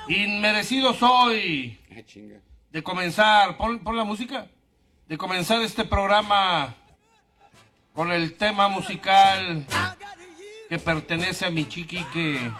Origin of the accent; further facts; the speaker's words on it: Monterrey, Nuevo León, Mexico; Así somos los regios.